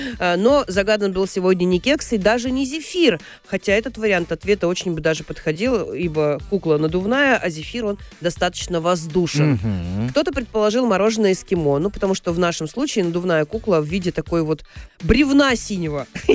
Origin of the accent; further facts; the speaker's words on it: Kirov, Kirov Oblast, Russia; 1700 километров от Санкт-Петербурга до моего родного города Кирова